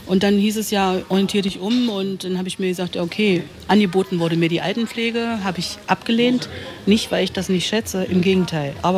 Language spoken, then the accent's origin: German; Thale, Saxony-Anhalt, Germany; Ich bin gebürtige Thalenserin